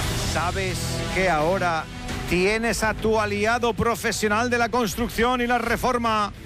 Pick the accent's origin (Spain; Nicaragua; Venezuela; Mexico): Spain; Burgos, Castile and León; yo soy de Burgos